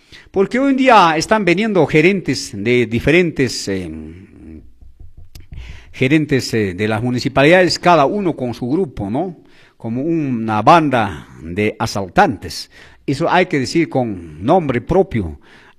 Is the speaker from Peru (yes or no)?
yes; Chumbivilcas, Cusco, Peru; las corridas tradicionales de mi tierra, Chumbivilcas